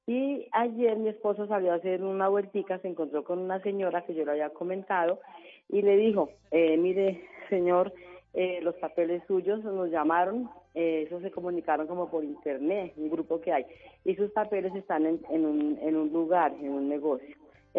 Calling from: Bogotá, Colombia; Estoy en Engativá, Daniel.

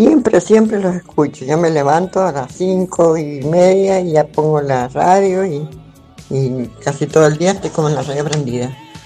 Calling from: San Martín, Argentina; de San Martín.

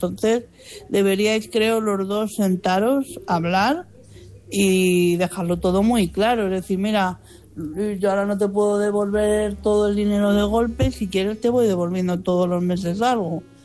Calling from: Madrid, Community of Madrid, Spain; de Madrid.

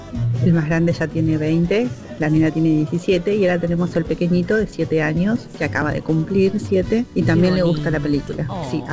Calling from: Guernica, Buenos Aires Province, Argentina; tengo 45 años, soy de Guernica.

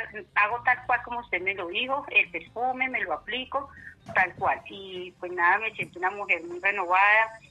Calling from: Tibasosa, Boyacá, Colombia; lo llama acá de Tibasosa, Boyacá

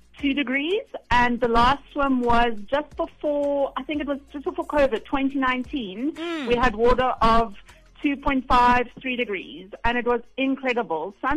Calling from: Cape Town, Western Cape, South Africa; I'm listening from Cape Town.

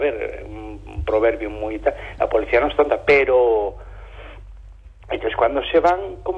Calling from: Amoeiro, Galicia, Spain; Quería preguntar … de Amoeiro, estuve escuchando a los policías y demás.

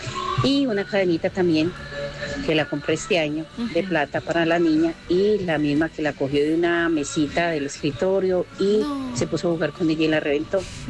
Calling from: Medellín, Antioquia, Colombia; Hablo desde Manrique.

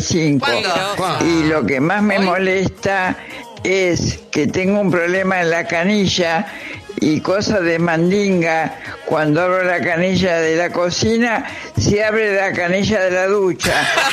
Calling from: Villa Celina, Buenos Aires Province, Argentina; de Celina.

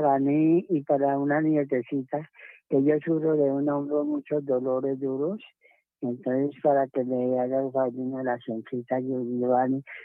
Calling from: Bogotá, Colombia; Acá en Parque de Bogotá, en Bosa.

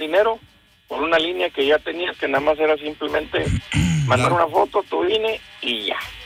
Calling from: Monterrey, Nuevo León, Mexico; Aquí andamos en la Chepevera.

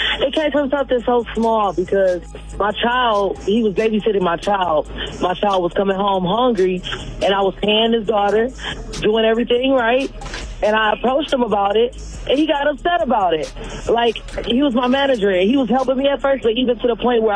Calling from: Detroit, Michigan, United States; I'm calling from Northside, Detroit.

